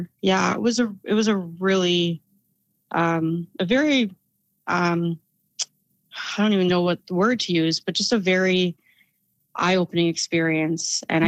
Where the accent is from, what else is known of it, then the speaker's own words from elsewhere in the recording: Halifax, Nova Scotia, Canada; moved away as an adult; also born or lived in Montreal / Vancouver / Toronto; I ended up moving back to Halifax, where I'm from Montreal.